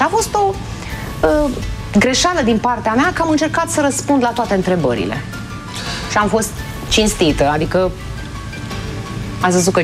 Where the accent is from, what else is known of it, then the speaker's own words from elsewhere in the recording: Romania; Sunt o româncă, îmi iubesc țara asta